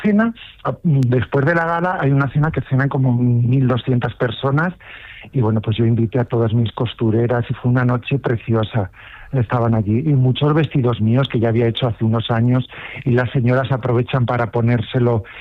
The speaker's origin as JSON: {"language": "Spanish", "town": "Miguel Esteban", "region": "Castilla-La Mancha", "country": "Spain", "said": "es el lugar donde empezó todo, mi pueblo"}